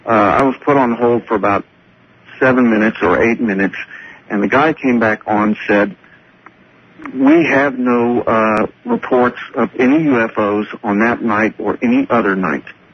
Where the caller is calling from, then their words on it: Austin, Texas, United States; calling from Austin.